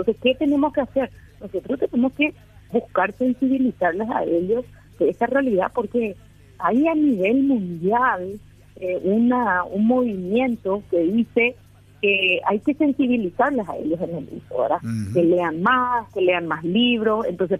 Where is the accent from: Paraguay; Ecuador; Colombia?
Paraguay; nosotros tenemos que entender como paraguayos